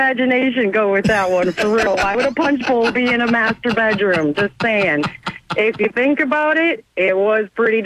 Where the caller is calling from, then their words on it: Gaylord, Michigan, United States; from Gaylord.